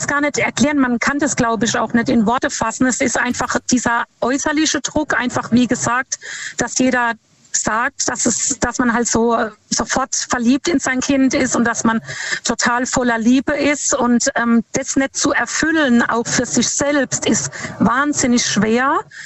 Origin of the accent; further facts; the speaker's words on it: Lampertheim, Hesse, Germany; Ich komme aus Lampertheim.